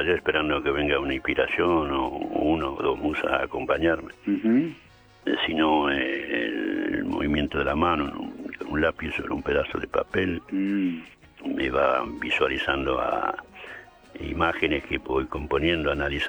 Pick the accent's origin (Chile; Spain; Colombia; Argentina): Argentina; Palmira, Mendoza; born there; moved away; also born or lived in Buenos Aires; Yo viví en Palmira hasta que me fui a Buenos Aires. En realidad yo nací en la ciudad de Mendoza.